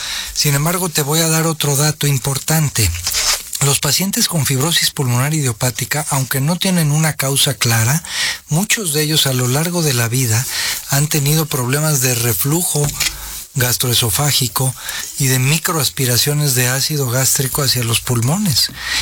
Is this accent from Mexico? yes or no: yes; Mexico